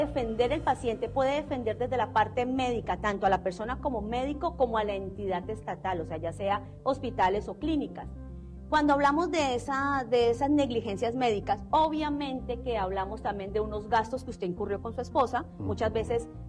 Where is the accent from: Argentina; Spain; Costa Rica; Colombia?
Colombia; Llanos Orientales; born there; Soy hija del Llano, egresada de esta universidad